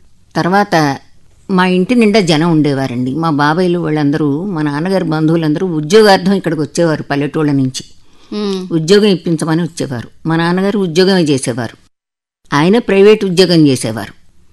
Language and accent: Telugu; Vijayawada, Andhra Pradesh, India; నా బాల్యం విజయవాడలోనే జరిగిందండి. అమ్మవారి గుడి మెట్ల దగ్గర ఉండేవాళ్ళం.